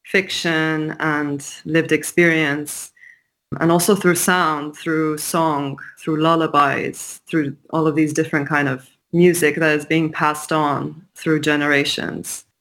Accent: Tehran, Tehran Province, Iran; moved away; growing up in Tehran

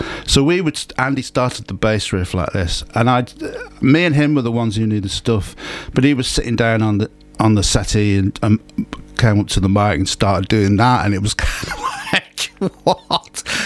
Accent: Liverpool, North West England, United Kingdom; because we're from Liverpool, and round about Matthew Street

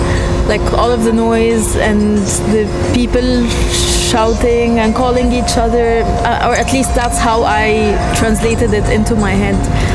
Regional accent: Tehran, Tehran Province, Iran; moved away; My hometown? Iran. Tehran.

